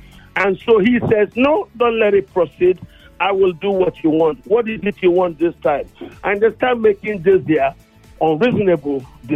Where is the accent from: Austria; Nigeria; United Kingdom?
Nigeria; I am a Nigerian.